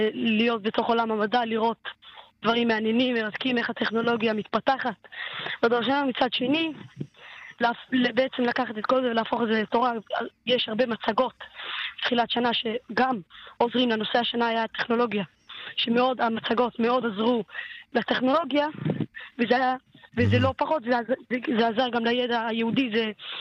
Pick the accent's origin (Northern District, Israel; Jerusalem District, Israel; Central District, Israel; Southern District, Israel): Jerusalem District, Israel; Beit Shemesh; אני מבית שמש, תחרת תורת שלום.